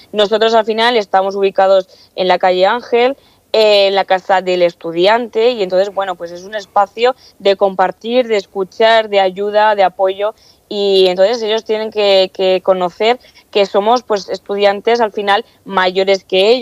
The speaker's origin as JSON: {"language": "Spanish", "region": "Castilla-La Mancha", "country": "Spain", "moved": "as an adult", "lives_now": "Cartagena, Spain", "said": "yo no soy de Cartagena, de hecho yo soy de un pueblito, de un pueblo de Ciudad Real, de Castilla-La Mancha, y para mí fue un cambio bastante drástico. O sea, al final yo cambié la vida de pueblo a una vida de ciudad"}